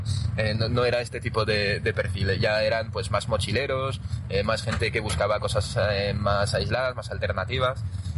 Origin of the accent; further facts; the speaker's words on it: France; Spanish is a second language; now in Spain; yo siendo francés ahora estoy en España y ya sé lo que es cambiar de país, lo que es cambiar de idioma